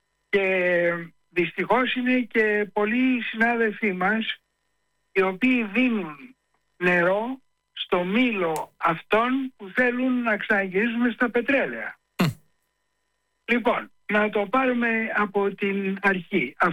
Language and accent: Greek; Egypt; στην πατρίδα μου την Αίγυπτο